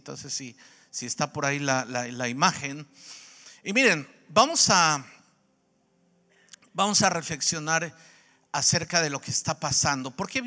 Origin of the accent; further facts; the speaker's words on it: Mexico; vengo desde México. Vine a ver el partido aquí a Panamá.